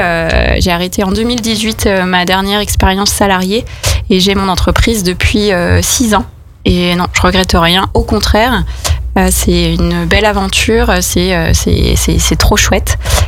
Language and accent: French; Chambéry, Auvergne-Rhône-Alpes, France; also born or lived in Annecy / Aix-les-Bains; Je suis une Savoyarde. Je suis née à Chambéry, j'ai fait mes études à Chambéry. J'ai travaillé toute ma vie à Chambéry quasiment. Je me suis un petit peu expatriée jusqu'à Annecy parfois. J'ai vécu un petit peu à Aix-les-Bains